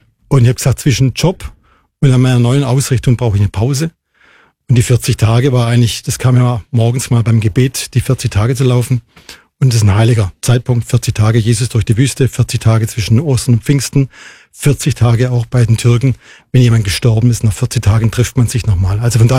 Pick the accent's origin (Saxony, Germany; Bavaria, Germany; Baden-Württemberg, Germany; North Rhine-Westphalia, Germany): Baden-Württemberg, Germany; Schwäbisch Hall; Ja, erstmal komme ich aus Schwäbisch Hall.